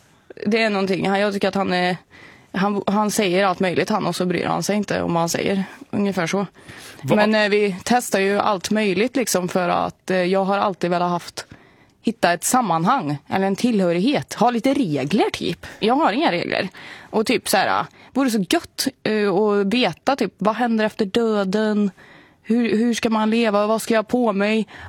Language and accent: Swedish; Värmland, Sweden; jag är från Värmland liksom